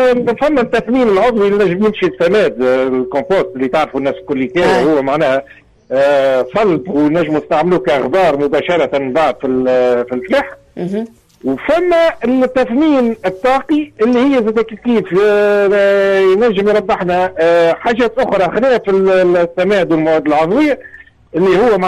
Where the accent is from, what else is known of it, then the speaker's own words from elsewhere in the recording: Tunisia; عندنا في تونس